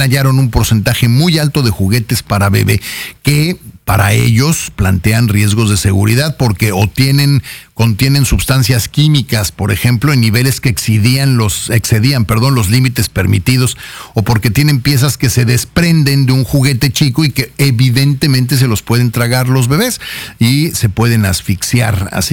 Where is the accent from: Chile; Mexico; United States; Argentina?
Mexico; para nosotros Mexicans, pues no, aliens Mexicans